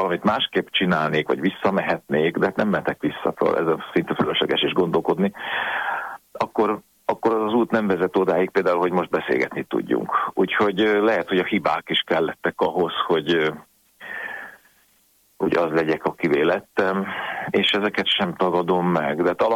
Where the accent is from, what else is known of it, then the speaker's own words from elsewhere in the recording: Hungary; én elsősorban ember vagyok, magyar vagyok, apa vagyok, és minden utána jön.